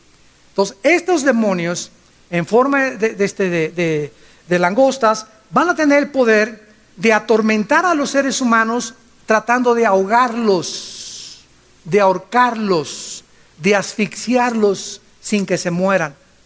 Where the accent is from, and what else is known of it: Acapulco, Guerrero, Mexico; born or raised there